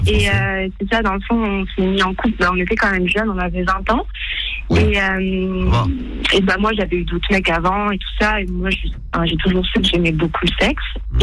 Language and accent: French; France; Oui, je suis française.